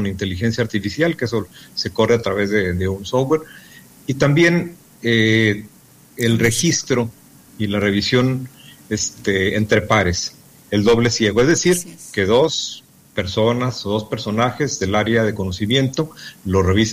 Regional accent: Durango, Mexico; now in Torreón, Mexico; pero soy de Durango y siempre lo expreso

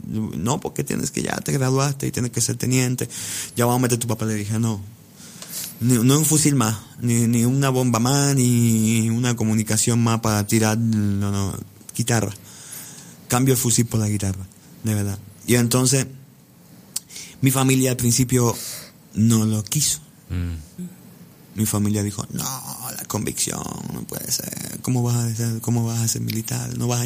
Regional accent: Cuba

